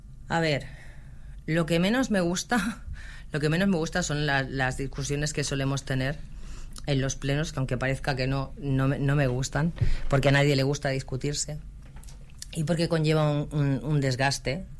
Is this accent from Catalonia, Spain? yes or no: yes; Sant Andreu de la Barca, Catalonia, Spain